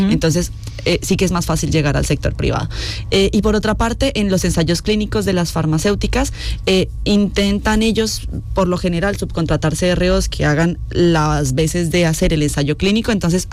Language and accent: Spanish; Colombia; now in Spain; Yo en Colombia había tenido la oportunidad de trabajar, que yo soy colombiana, por si acaso